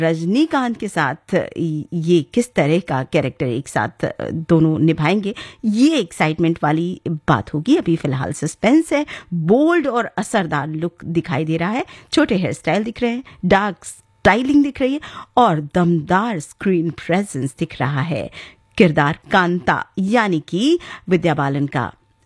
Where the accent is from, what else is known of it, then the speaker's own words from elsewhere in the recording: Delhi, India; कि बॉम्बे तो मेरा शहर नहीं है, दिल्ली है